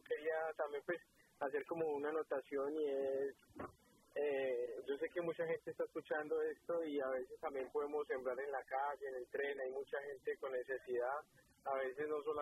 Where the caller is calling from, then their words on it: New York City, New York, United States; Sí, aquí de Brooklyn.